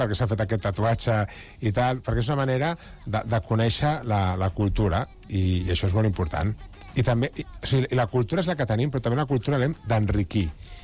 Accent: L'Hospitalet de Llobregat, Catalonia, Spain; Jo soc d'Hospitalet, no? Ja li deia abans a la Carme, no? I un punt flamenquillo d'Hospitalet també el porto.

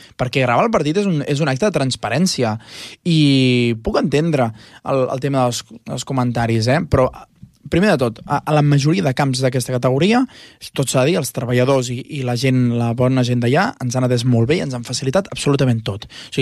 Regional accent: Tordera, Catalonia, Spain; Som Ràdio Tordera, soc de Tordera

